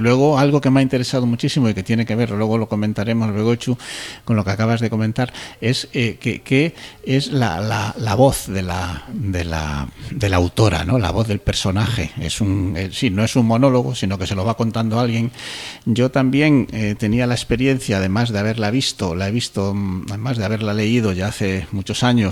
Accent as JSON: {"language": "Spanish", "town": "Barcelona", "region": "Catalonia", "country": "Spain", "tie": "born there", "moved": "yes", "said": "yo de niño vivía en Barcelona, yo aprendí catalán"}